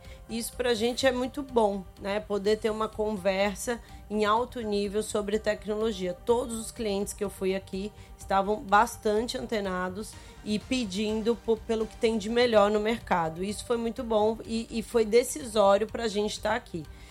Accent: Brasília, Federal District, Brazil; moved away as an adult; now in São Paulo, Brazil; Eu sou de Brasília.

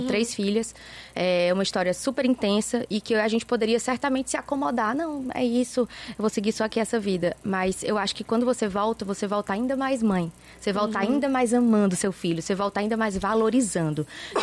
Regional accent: Brazil; Então, que a gente, enquanto brasileira, que tem todo esse acesso, que tem toda essa facilidade, né

